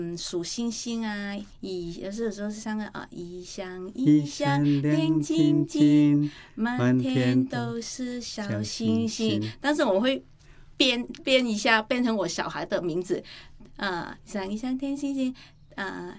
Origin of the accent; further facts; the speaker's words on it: Vietnam; 我说不是、我是从越南来的。